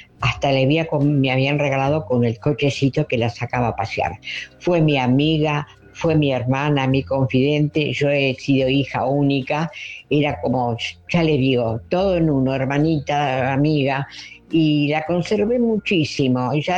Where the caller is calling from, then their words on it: Tigre, Buenos Aires Province, Argentina; de Tigre.